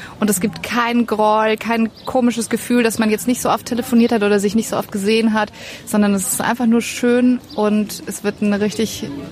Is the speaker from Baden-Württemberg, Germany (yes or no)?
no; Augsburg, Bavaria, Germany; ich komme aus Augsburg